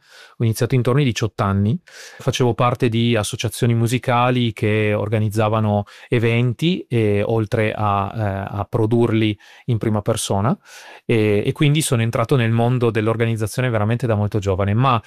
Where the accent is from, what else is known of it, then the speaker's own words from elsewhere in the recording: Piedmont, Italy; Sono originario della provincia di Cuneo